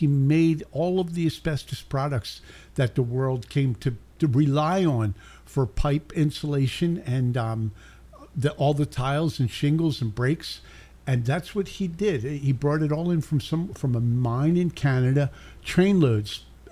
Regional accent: Ambler, Pennsylvania, United States; I grew up in Ambler, Pennsylvania, where most of the town was built by Italian immigrants.

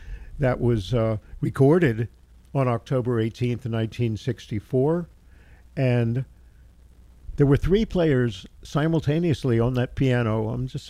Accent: Baltimore, Maryland, United States; now in Maui, United States; born in my hometown of Baltimore

